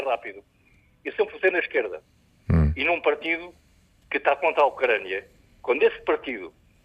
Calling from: Portugal; Eu sou de Portugal continental, sou português, não sou de Moscovo.

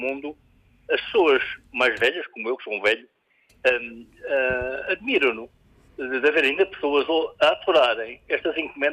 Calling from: Viseu, Centro, Portugal; aqui da de Viseu.

